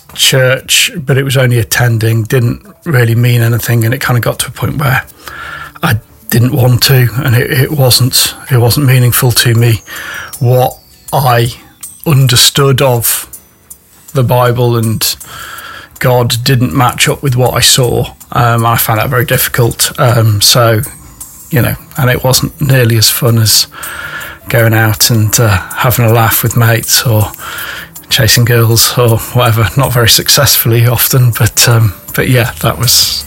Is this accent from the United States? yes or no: no; West Midlands, United Kingdom; now in Nottingham, United Kingdom; I was brought up a little village in Staffordshire with my parents, and they took me to and my brother and sister to a Methodist church as we grew up